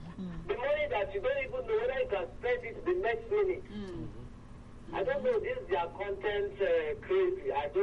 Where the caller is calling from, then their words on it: Ibeju, Lagos, Nigeria; I'm calling from Ibeju.